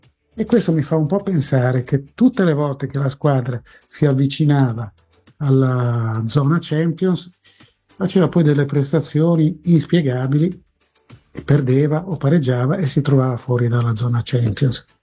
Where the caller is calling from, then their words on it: Genoa, Liguria, Italy; da Genova.